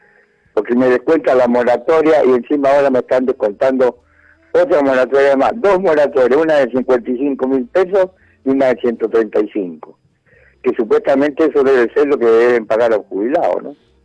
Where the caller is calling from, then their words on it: Moreno, Buenos Aires Province, Argentina; De Moreno.